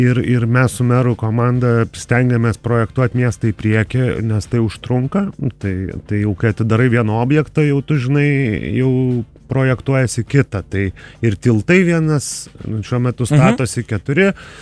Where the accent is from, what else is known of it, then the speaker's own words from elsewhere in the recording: Kaunas, Kaunas County, Lithuania; bet kaip kaunietis, ne kaip darbuotojas